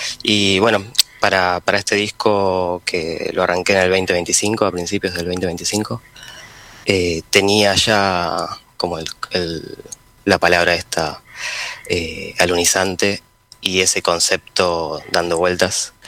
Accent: Llavallol, Buenos Aires Province, Argentina; moved away as an adult; now in Buenos Aires, Argentina; Ahora estoy en Almagro. Originalmente soy de Lavallol, de Zona Sur, y estoy viviendo en Capital hace unos años ya.

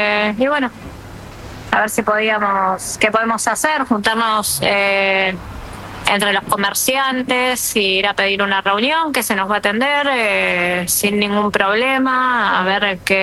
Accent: San Justo, Buenos Aires Province, Argentina; O sea, yo soy de San Justo toda la vida y San Justo está muy feo, San Justo está muy inseguro

